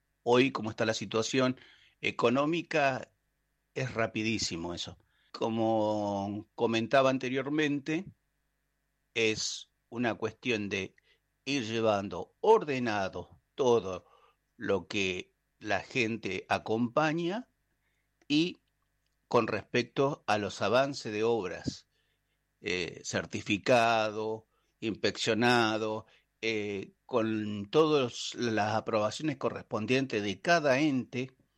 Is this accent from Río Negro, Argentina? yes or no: yes; Cipolletti, Río Negro, Argentina; maestro mayor de obra, nacido y criado en Cipolletti.